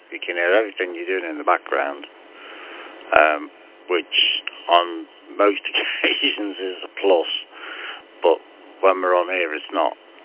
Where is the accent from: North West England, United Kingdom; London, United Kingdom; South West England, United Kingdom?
North West England, United Kingdom; Liverpool; I'm a Scouser.